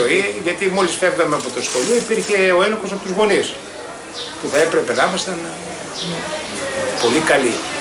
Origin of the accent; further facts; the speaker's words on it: Grevena, Western Macedonia, Greece; born there; moved away as an adult; Όλοι μορφωθήκαμε, φύγαμε από τα Γρεβένα και τώρα αρχίζουμε και ξεκινάμε σιγά σιγά στον τόπο μας.